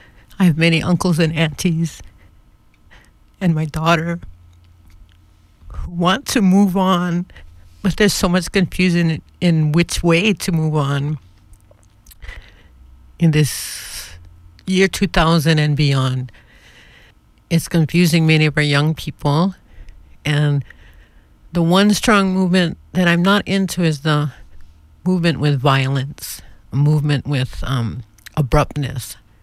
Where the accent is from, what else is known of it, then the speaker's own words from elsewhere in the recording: Hawaii, United States; I am sovereign in my right here as a Hawaiian living in Hawaii on Kauai.